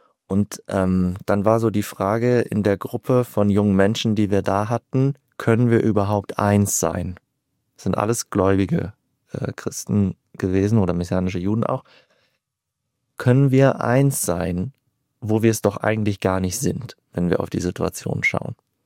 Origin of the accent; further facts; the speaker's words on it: Germany; Da haben wir wahrscheinlich als Deutsche auch aufgrund unserer Geschichte den Knacks, den wir erlebt haben